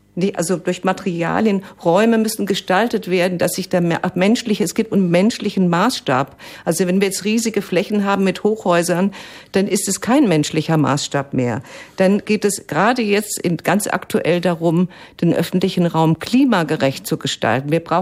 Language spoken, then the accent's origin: German; Frankfurt, Hesse, Germany; Also ich komme zum Beispiel aus Sachsenhausen, da sind verschiedene, da gibt es noch diese Struktur.